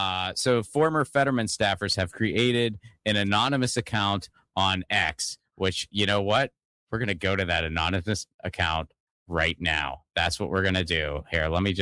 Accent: Pennsylvania, United States; I am from Western Pennsylvania.

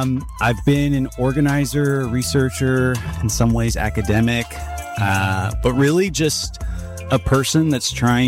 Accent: Richmond, California, United States; also born or lived in San Francisco; But I'm from the Bay Area, Richmond, California. I think when we moved there from San Francisco, it might have been the murder capital of the world in like 1997.

